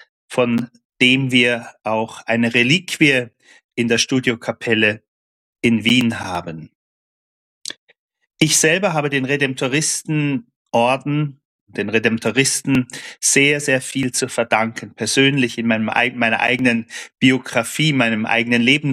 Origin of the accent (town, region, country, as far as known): Saarbrücken, Saarland, Germany; born or raised there